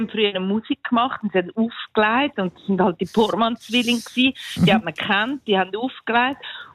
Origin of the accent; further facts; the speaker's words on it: Pfäffikon, Zurich, Switzerland; now in Uster, Switzerland; Ja, ich wohne jetzt in Uster, aber ich bin in Pfäffiken aufgewachsen